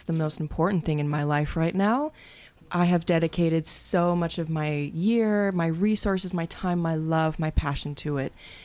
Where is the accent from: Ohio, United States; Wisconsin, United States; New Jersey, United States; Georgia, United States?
Wisconsin, United States; Door County; now in Milwaukee, United States; I am born and raised in Door County, but I've been living in Milwaukee and studying across the United States and traveling the world.